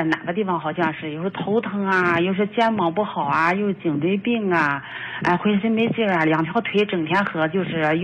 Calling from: Jinan, Shandong, China; 我是济南的

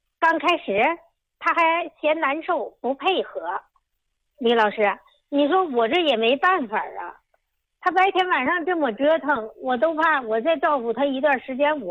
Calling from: Nanjing, Jiangsu, China; 我们是在南京的啊。

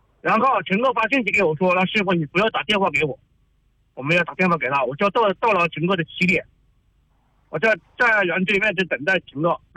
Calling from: southern China, China; 因为我是南方人

